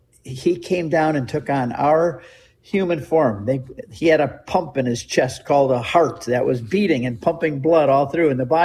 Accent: United States; I love being American

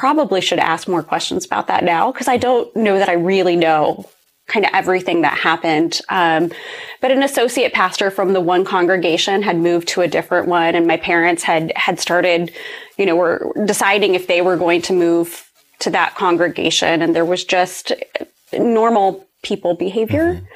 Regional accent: Ohio, United States; So I grew up in a very rural part of Ohio. And my family, we were churchgoers.

